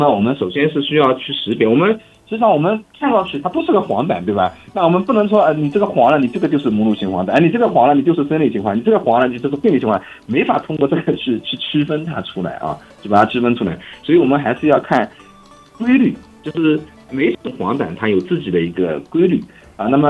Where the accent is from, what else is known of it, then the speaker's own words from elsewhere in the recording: China; 尤其在我们中国人，就汉族人里面或者在我们亚洲人群里面特别普遍